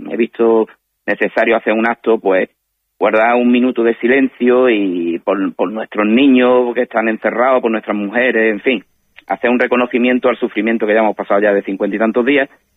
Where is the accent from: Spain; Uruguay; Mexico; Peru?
Spain; Ceuta; lo que somos los españoles ceutíes